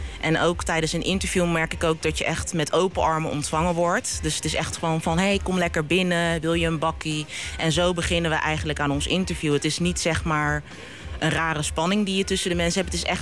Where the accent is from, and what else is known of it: The Hague, South Holland, Netherlands; born or raised there